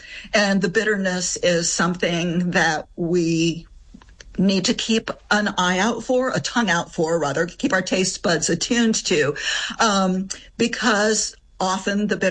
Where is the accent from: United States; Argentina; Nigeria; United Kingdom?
United States; Appalachia; moved away as an adult; also born or lived in France; although I was born and raised here in Appalachia, I spent 20 years in France.